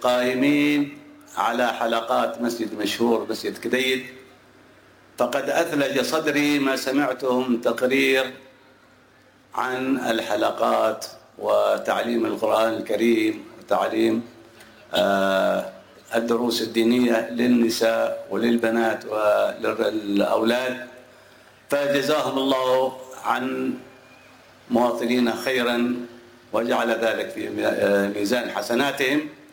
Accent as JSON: {"language": "Arabic", "town": "Damun", "region": "Hadramawt", "country": "Yemen", "said": "إلى بلدتنا الطيبة المباركة"}